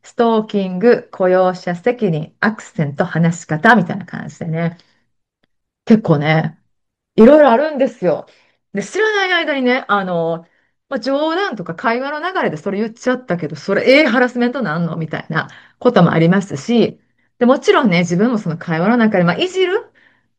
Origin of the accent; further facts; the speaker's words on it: Kansai, Japan; accent: Kansai dialect; 私、この番組も結構関西弁をね、わーっと使って喋ってるんで、他のね、違う番組は関西弁出さないものもあったりするんですけど